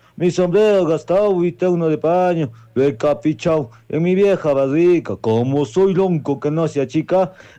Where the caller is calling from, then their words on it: Arequipa, Peru; mi ciudad blanca de Arequipa. Yo soy estudiante del Colegio Víctor Núñez Valencia de Guaranguillo